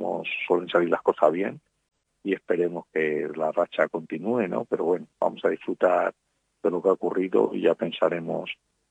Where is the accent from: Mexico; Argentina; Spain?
Spain; Salamanca, Castile and León; also born or lived in Fuenlabrada; Bueno, yo nací en Fuenlabrada, pero y me crié en Fuenlabrada, pero pasé aquí en Salamanca desde